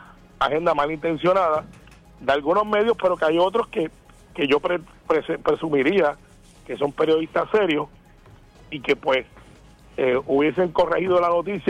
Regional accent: Puerto Rico; al igual que muchos puertorriqueños, yo escogí el partido del que yo milito.

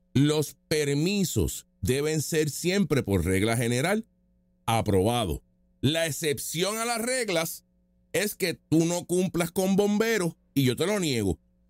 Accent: Puerto Rico

